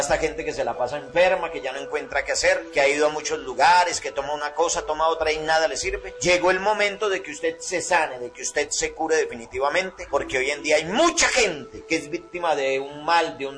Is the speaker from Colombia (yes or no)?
yes; Calarcá, Quindío, Colombia; Profesor, le estoy hablando, usted lo escucho desde hace mucho tiempo, soy de aquí, de Calarcá.